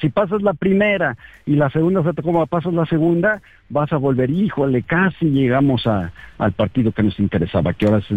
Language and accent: Spanish; Mexico